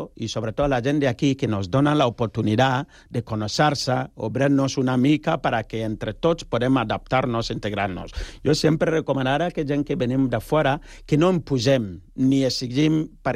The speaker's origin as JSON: {"language": "Catalan", "country": "Ghana", "second_language": "Catalan", "moved": "yes", "lives_now": "Spain", "said": "perquè jo soc de Ghana, tu imagina que jo vinc aquí amb un taparrabo o una aliança, això no és així. Llavors, clar, jo si vinc a Catalunya, com mínim, aprendre la llengua catalana"}